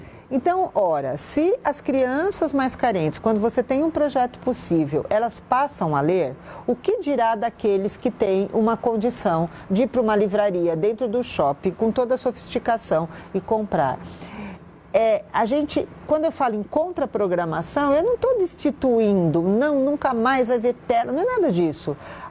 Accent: Brazil

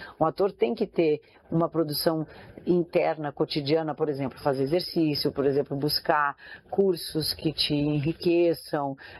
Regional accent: Brazil; eu, como brasileira, né, eu tenho muita fé, não tenho uma religião específica, eu tenho muita fé

